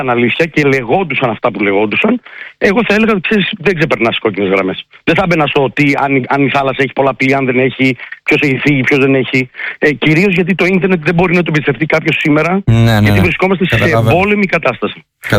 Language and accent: Greek; Brussels, Brussels-Capital Region, Belgium; moved away; επειδή εγώ μεγάλωσα στις Βρυξέλλες, δεν είναι οι ίδιες Βρυξέλλες που μεγάλωσα